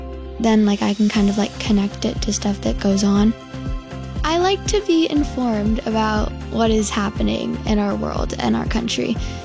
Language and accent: English; St. Albans, Vermont, United States; from St. Albans.